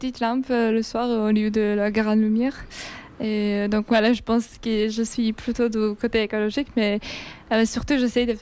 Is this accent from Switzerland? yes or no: no; Georgia; French is a second language; moved away as an adult; now in France; je viens de Géorgie